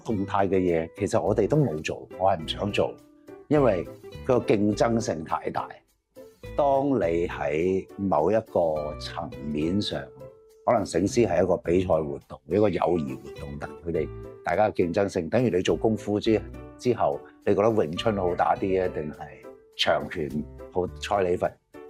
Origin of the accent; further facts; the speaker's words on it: Hong Kong; 作為一個真係本土土生土長香港人